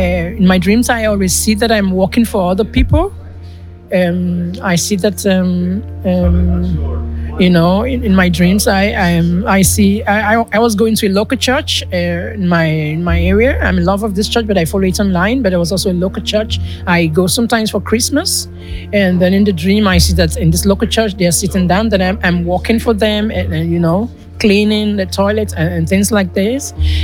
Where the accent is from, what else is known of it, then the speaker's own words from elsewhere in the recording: Nigeria; now in Netherlands; I'm coming from Nigeria, but I live here in the Netherlands.